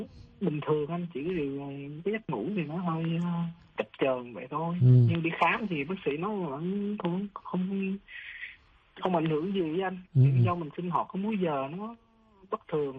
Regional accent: Phan Thiết, Bình Thuận, Vietnam; Em thì ở Phan Thiết rồi nè.

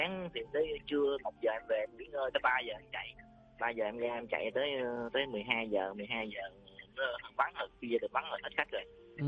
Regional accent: Can Tho, Vietnam; em đến từ Cần Thơ anh Phú ơi.

